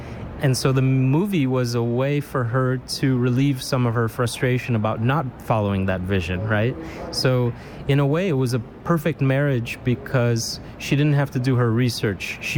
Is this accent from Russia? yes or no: no; São Paulo, Brazil; moved away; also born or lived in United States / Europe; my hometown audience here in São Paulo